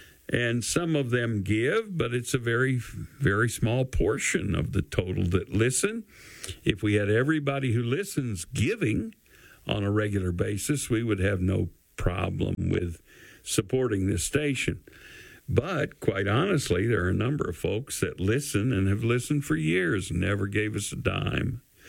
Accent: Kingsport, Tennessee, United States; I grew up in North Kingsport. We call that Morrison City, Tennessee. And it was one of the oldest sections of East Tennessee, and it was right there on the Virginia line

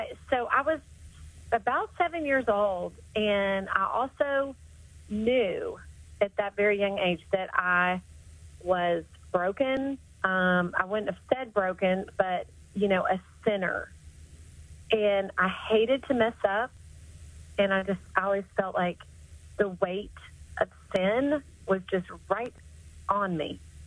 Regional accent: Johnson City, Tennessee, United States; now in North Carolina, United States; I grew up in Johnson City, Tennessee, and went to Tri-Cities Christian, went to Boone Trail Baptist Church

